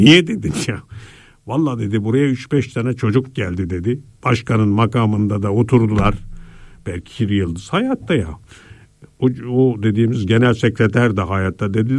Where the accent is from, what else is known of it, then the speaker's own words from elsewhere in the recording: Van, Turkey; Ya ben Vanlıyım. Van'da arıtma sistemi yok ya. Van büyük bir şehirdir.